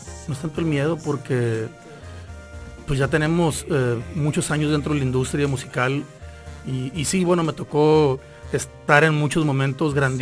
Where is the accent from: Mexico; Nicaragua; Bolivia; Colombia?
Mexico; Culiacán, Sinaloa; pues somos de Culiacán los dos.